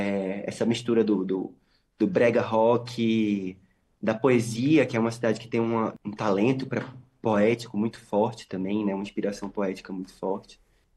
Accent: Recife, Pernambuco, Brazil; eu nasci em Recife, né? E a pessoa que nasce em Recife, em Pernambuco, ela já é desde criança bombardeada com todas as espécies de manifestações culturais que você possa imaginar

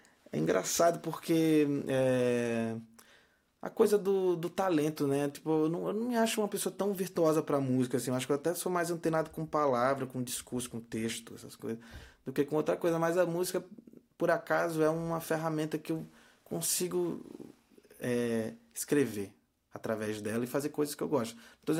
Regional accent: Arapiraca, Alagoas, Brazil; Arapiraca fica no interior, no Agreste de Alagoas. Agreste significa uma região ali que não tem mar.

